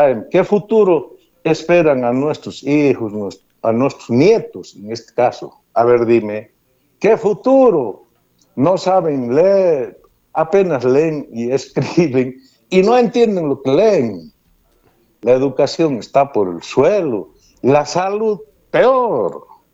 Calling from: Bolivia

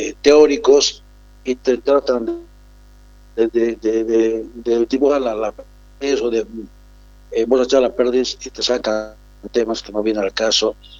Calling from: Tarija, Bolivia; los tarijeños decidamos qué tipo de país que queremos

